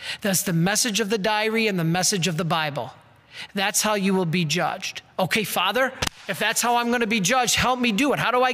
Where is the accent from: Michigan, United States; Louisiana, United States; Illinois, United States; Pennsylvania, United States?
Michigan, United States; Detroit; I come from Detroit.